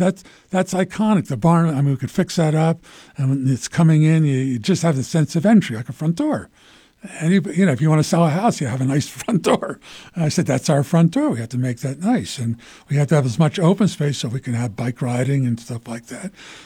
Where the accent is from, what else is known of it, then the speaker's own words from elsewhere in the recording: Philadelphia, Pennsylvania, United States; I mean, so I grew up in Philadelphia around Quakers.